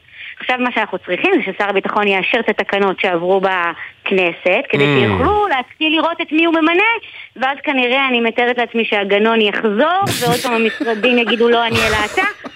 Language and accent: Hebrew; Northern District, Israel; כשאני הייתי ילדה במלחמת המפרץ, גדלתי בצפון